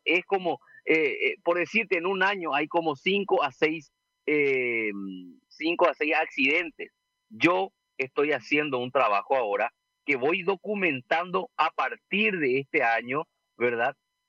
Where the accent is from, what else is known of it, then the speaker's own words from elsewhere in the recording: Paraguay; No sé si somos invisibles, no sé si nosotros no somos ciudadanos del Paraguay.